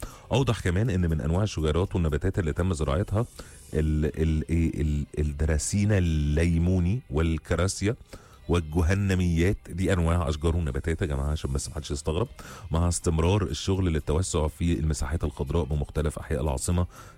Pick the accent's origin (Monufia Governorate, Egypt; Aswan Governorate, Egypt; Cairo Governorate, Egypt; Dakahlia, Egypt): Cairo Governorate, Egypt; Cairo; بس الاكشاك اللي موجودة عندنا في القاهرة يبدو كده ان هي هتبقى ليها شكل موحد